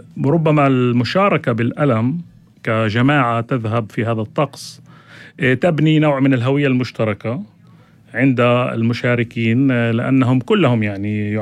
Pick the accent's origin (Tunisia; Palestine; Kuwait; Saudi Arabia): Palestine; في بلادنا فلسطين